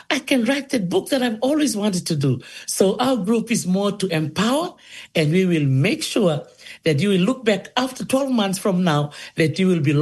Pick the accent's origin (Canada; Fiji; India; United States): Fiji; Dholisuva, Central Division; also born or lived in Kadavu; young girl in Dholisuva village in the province of Naitasiri. That's where I was raised. Even though I'm originally from Kandavu